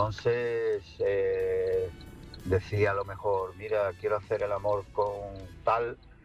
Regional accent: Cádiz, Andalusia, Spain; Buenas noches … de Cádiz.

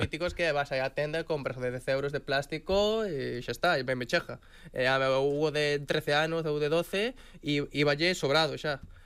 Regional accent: Galicia, Spain; Eu son de San Lázaro de toda a vida, e Bartolo tamén era dali.

